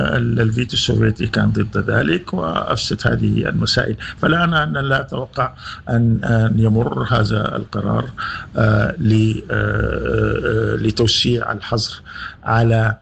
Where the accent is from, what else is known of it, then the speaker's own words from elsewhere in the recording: Sudan; يعني نحن كسودانيين فيما يتعلق بالأزمة أو بالحرب الحالية المستمرة منذ أبريل 23،